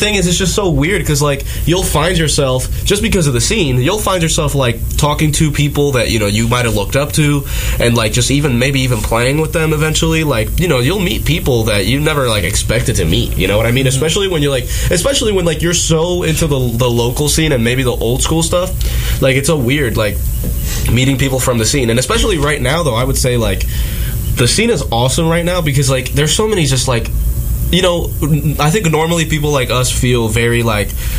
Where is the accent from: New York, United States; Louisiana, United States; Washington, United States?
New York, United States; Albany; also born or lived in Puerto Rico; I moved up here from Puerto Rico, so it's just amazing that of all the places that I could have moved to, I moved to Albany, and then as I'm growing up, that scene is popping, dude.